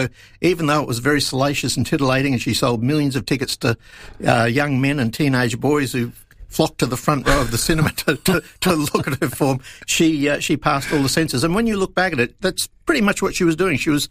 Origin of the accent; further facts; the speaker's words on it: Queensland, Australia; moved away as an adult; also born or lived in Ballarat / Sydney; Well, Queensland is where I grew up. I was born in Ballarat, but I grew up in Queensland, and I left there. I left Sydney about 20 years ago because it was getting too busy for me